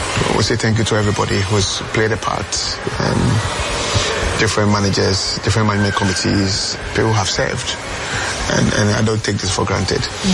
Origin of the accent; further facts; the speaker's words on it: Ghana; I'm a Ghanaian